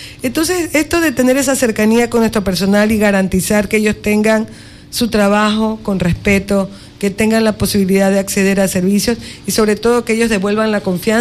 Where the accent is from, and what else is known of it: Buena Fe, Los Ríos, Ecuador